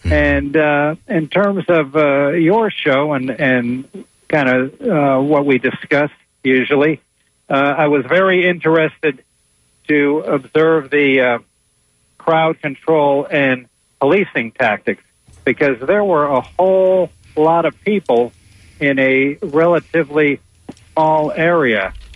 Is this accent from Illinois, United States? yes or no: no; Connecticut, United States; I'm from Connecticut originally, and when they won their first title in 1970, we were huge Knicks fans.